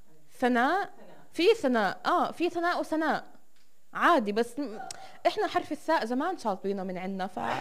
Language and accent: Arabic; Nablus, West Bank, Palestine; عندنا بنابلس